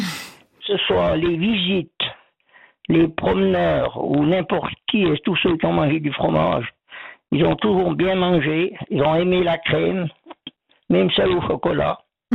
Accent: Vaud, Switzerland; accent: Ormonds

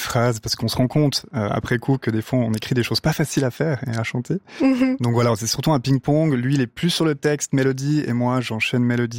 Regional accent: Lutry, Vaud, Switzerland; also born or lived in Sion / Lausanne; moi, personnellement, je suis né à Sion. J'ai grandi dans le canton de Vaud. J'ai vécu mes deux premières années à Sion et ensuite, je suis venu à Lutry. Puis Lausanne, j'ai un peu gravité dans cette région-là. Donc, je suis Valaisan sur les papiers, mais dans le cœur, un peu plus vaudois quand même

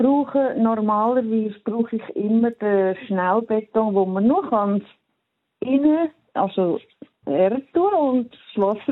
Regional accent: Zurich, Switzerland; moved away as an adult; now in Personico, Switzerland; Ich bin in Zürich aufgewachsen, in der Stadt. Mhm. Und bin vor 42 Jahren durch Grosser ins Tessin gekommen.

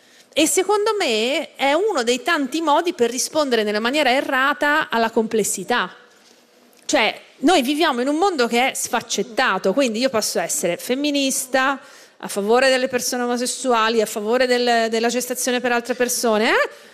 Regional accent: Florence, Tuscany, Italy; io sono di Firenze, no? Cioè, sto a Firenze, noi siamo anche la città che è stata amministrata da Renzi

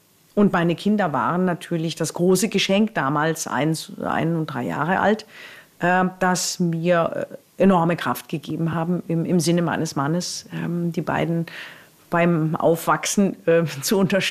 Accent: Romania; die ich in Rumänien aufgebaut habe, mit den Häusern für Menschen mit besonderen Bedürfnissen in meiner Heimatstadt

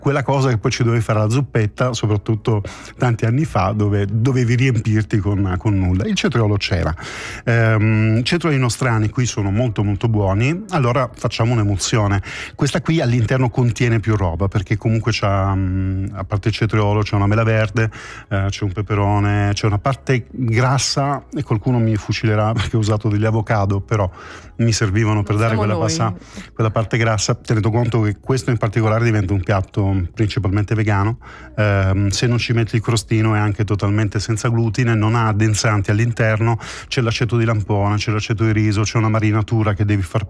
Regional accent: Apulia, Italy; born there; Io però sono nato in Puglia e in Puglia si usavano tantissimo, si usano tuttora tantissimo

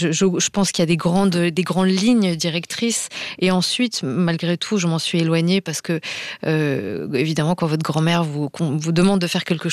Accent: Auvergne-Rhône-Alpes, France; je m'attendais pas à éprouver autant d'amour pour ma région natale en écrivant sur elle

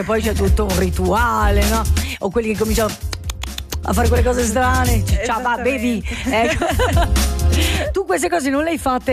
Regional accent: Biasca, Ticino, Switzerland; io sono di Biasca. Due, diciamo, luoghi nemici, seppur quasi vicini, con dei dialetti meravigliosi

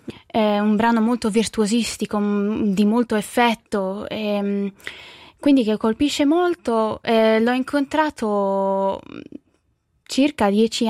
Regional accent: Lugano, Ticino, Switzerland; moved away as an adult; now in Spain; Io ho vissuto a Lugano da tutta la mia vita

